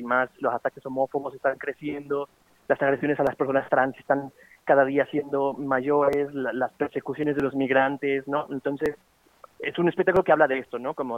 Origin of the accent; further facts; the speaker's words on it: Mexico; moved away as an adult; now in Spain; Pues mira, yo soy nacida mexicana y viví aquí pues casi toda mi vida. Y en un momento de mi vida migro y ahora vivo en España desde hace 12 años, de ahí mi acento horroroso, lo siento.